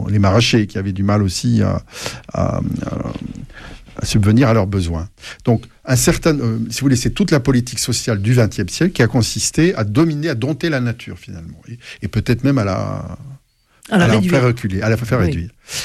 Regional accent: Toulouse, Occitanie, France; chez nous, à Toulouse

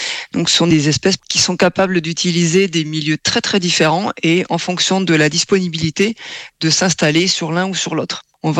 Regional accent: Toulouse, Occitanie, France; Chez nous, en Toulouse

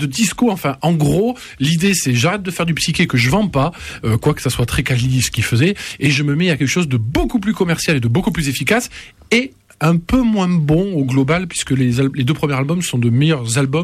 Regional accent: Toulouse, Occitanie, France; Oui, on est Toulousain. Hein, qu'est-ce que tu veux? On va pas se l'inventer. On va pas se refaire.

